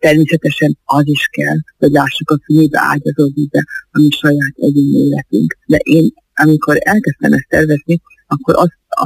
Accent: Hungary; gyerekkoromban ugye Tisztán inneni vagyok, és ott a parókián ott volt az édesapám szobájában az egyházláda

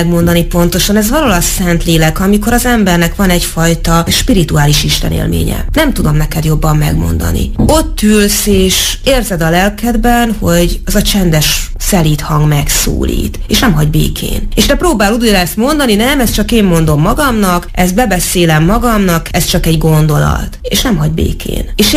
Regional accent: Tatabánya, Komárom-Esztergom, Hungary; born there; now in Debrecen, Hungary; Tehát kvázi lehet azt mondani, hogy debreceni vagyok, de nem Debrecenben, hanem Tatabányán születtem. De hát debreceni alapvetően a család identitása.

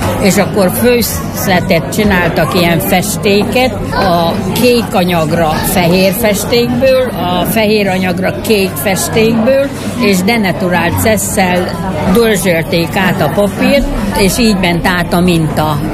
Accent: Furta, Hajdú-Bihar, Hungary; Furtáról. Én Furtán is születtem.

